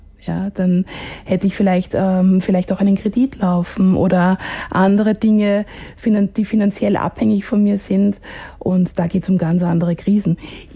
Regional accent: Vienna, Austria; born there; Ich bin aus Wien.

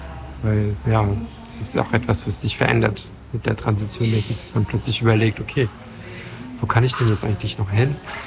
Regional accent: France; moved away; ich komme ja aus Frankreich ursprünglich.

